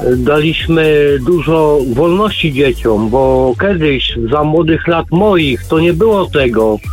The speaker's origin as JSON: {"language": "Polish", "town": "Rogalin", "region": "Kuyavian-Pomeranian Voivodeship", "country": "Poland", "said": "bo ja pochodzę z mojej wioski, z Rogalina, nie? Mhm. Kujawsko-Pomorskie, to jest blisko Sępólna Krajeńskiego, nie?"}